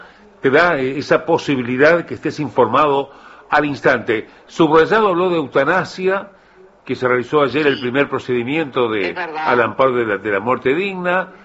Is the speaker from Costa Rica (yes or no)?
no; Uruguay